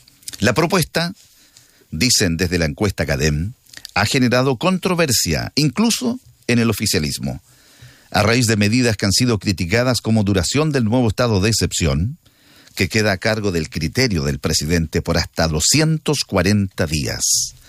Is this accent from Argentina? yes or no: no; Chile; una fiesta que nos une como chilenos